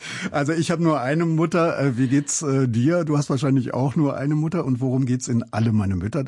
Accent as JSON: {"language": "German", "town": "Mannheim", "region": "Baden-Württemberg", "country": "Germany", "said": "Anne-Dore, ihr habt euch ausgerechnet in Mannheim getroffen. Da komme ich ja her."}